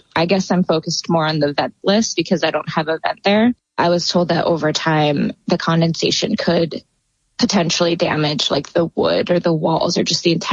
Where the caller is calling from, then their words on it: Skaneateles Falls, New York, United States; I'm calling from Skaneateles Atlas Falls, New York.